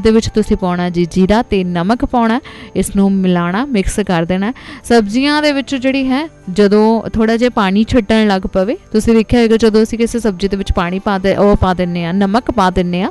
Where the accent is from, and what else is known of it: Punjab, India